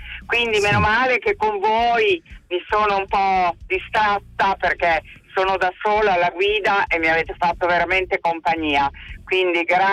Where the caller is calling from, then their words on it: Bologna, Emilia-Romagna, Italy; io vivo a Bologna e sono di Bologna.